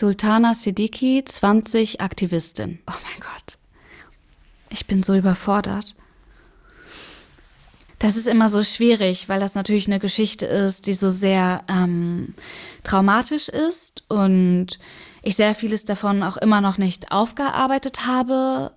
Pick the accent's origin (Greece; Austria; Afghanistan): Afghanistan; now in Germany; Ich bin in Afghanistan geboren, 2004. Ich bin in einer Arbeiterfamilie aufgewachsen